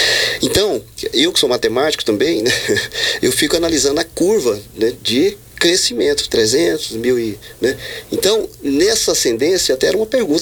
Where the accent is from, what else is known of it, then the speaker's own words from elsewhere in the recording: Alagoas, Brazil; lá em Alagoas, que eu sou alagoano